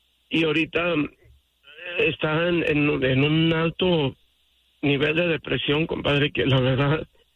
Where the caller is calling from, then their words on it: Los Angeles, California, United States; Yo vivo en la ciudad de Highland Park, en Los Ángeles